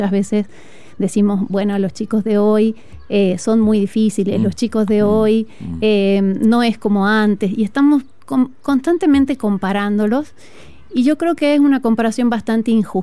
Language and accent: Spanish; San Miguel de Tucumán, Tucumán, Argentina; now in Chile; yo soy del norte de Argentina.